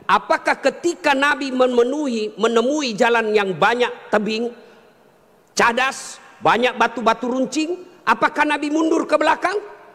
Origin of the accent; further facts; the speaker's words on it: South Sulawesi, Indonesia; Kalau kami orang Bugis tidak takut sama istri.